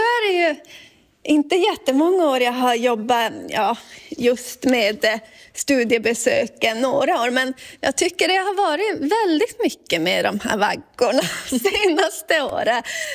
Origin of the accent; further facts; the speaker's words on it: Sápmi, Sweden; Det är jätteviktigt att det finns hemma i Sápmi, för att det ska finnas nära för oss samer.